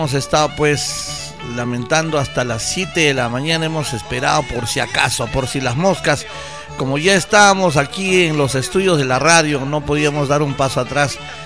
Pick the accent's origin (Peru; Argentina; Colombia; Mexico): Peru